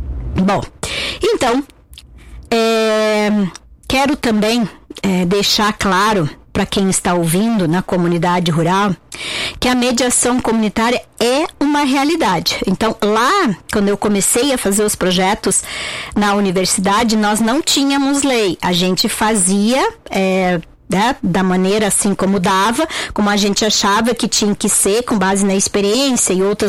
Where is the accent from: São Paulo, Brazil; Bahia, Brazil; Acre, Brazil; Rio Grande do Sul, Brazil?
Rio Grande do Sul, Brazil; Nova Petrópolis; also born or lived in Porto Alegre; now in Nova Prata, Brazil; eu venho de Porto Alegre, eu sou de Nova Petrópolis, morava em Porto Alegre e agora estou aqui em Nova Prata.